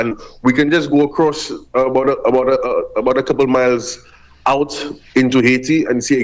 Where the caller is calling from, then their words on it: St. Lucia; St. Lucia ended up staying under the English, and that's why we're English today.